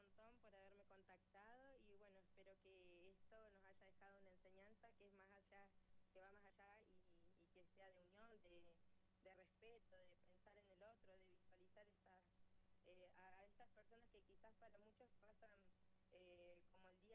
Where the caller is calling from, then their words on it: Loncopué, Neuquén, Argentina